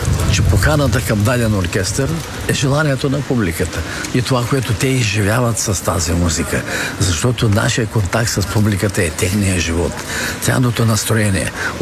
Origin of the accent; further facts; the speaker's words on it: Plovdiv, Plovdiv Province, Bulgaria; защото сме пловдивчани, защото сме от Филибето.